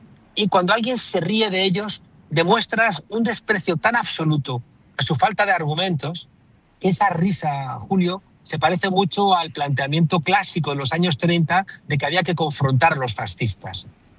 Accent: Spain; en España, en mi país

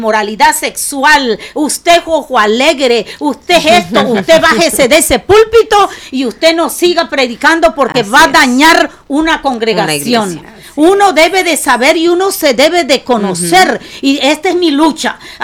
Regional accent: Mexico; Porque ya me hierve la sangre como mexicana.

